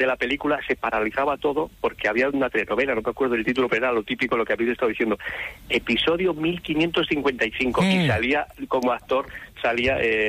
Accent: Tórtoles de Esgueva, Castile and León, Spain; now in Alcalá, Spain; Mira, estoy en Alcalá, es un culebrón ya en sí, pero yo soy de Tortola de Gueva, de Burgos, y te mando un saludo desde nuestra tierrilla.

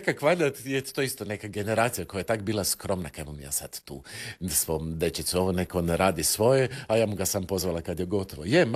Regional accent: Zagreb, City of Zagreb, Croatia; I iz Prečkog sam zgrada istok koja je gledala na sve strane od sveta

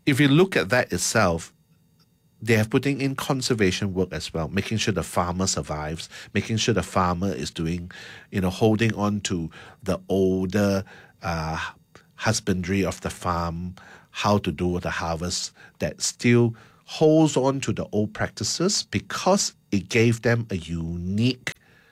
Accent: Malaysia

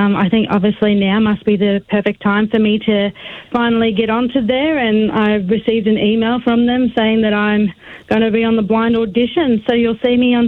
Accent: Geelong, Victoria, Australia; born there; Well, I was born in Geelong. I left there when I was 5 but returned back there as soon as I was an adult and left home, and I really, really missed and enjoyed Geelong a lot.

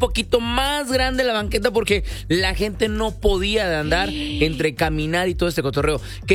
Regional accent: Mexico

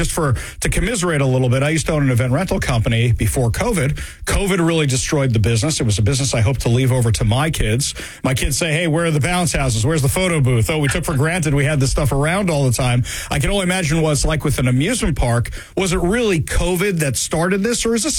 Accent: East Coast, United States; Because I grew up on the East Coast.

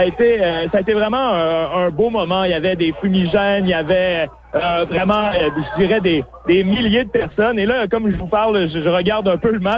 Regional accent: Canada; c'est sûr que la majorité des gens sont super contents de voir la Coupe du monde ici à Toronto, en tant que Canadien.

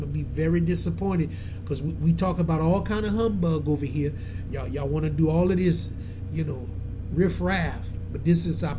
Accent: Lafayette, Louisiana, United States; I'm from Lafayette. We don't grow sugar cane here.

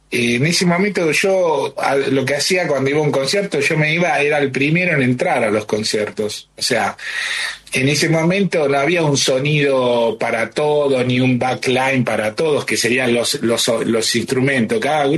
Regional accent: Caseros, Buenos Aires Province, Argentina; born there; nací en Caseros, soy de conurbano, así que, pero este, el Tapial, es un poco más adentro, también un conurbano más profundo que el lugar donde yo vivía. Y yo tenía 14

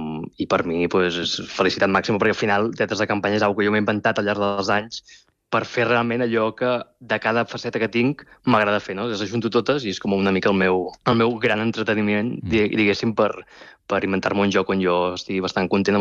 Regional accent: Mataró, Catalonia, Spain; born or raised there

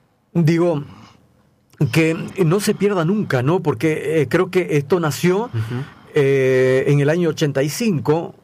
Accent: Peru; now in Argentina; Yo, saben la gente que no soy argentino, que soy de la comunidad peruana, yo soy peruano, y que nosotros somos poquitos

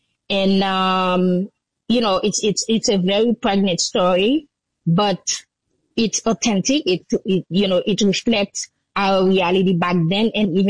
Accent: Jacmel, Sud-Est, Haiti; English is a second language; And the road leading to my, to Jacmel, my hometown, was closed through Maltisa, which is like, you know, a very big region in Port-au-Prince.

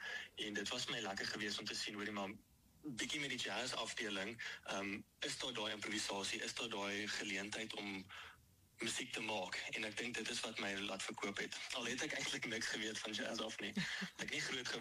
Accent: Pretoria, Gauteng, South Africa; So ek is geboren in Pretoria. Ek het groot geword in die Moot area.

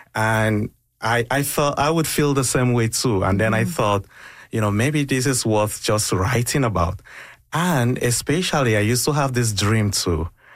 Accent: Kaduna State, Nigeria; So it started in northwestern Nigeria, in a state called Kaduna. Kaduna used to be the capital of northern Nigeria when Nigeria was divided into different regions.

